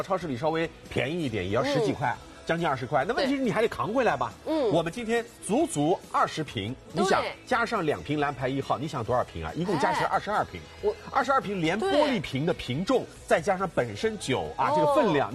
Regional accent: Shanghai, China; 于是这一口酒就是让我们上海人心心念念难忘的石库门的黑标老酒了。

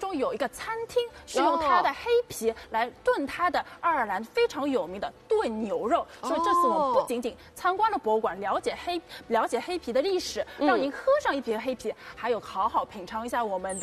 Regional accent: United Kingdom; 也是我们英国人周末度假的一个圣地。

